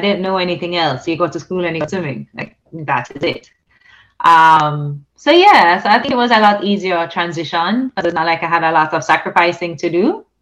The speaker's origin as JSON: {"language": "English", "town": "Kingston", "region": "Saint Andrew", "country": "Jamaica", "tie": "born or raised there", "said": "I wasn't from St. James. I was St. Andrew, Kingston area. My father was from Mandeville, and my mother was from the Kingston area as well. So I actually grew up learning at the YMCA, so the local YMCA."}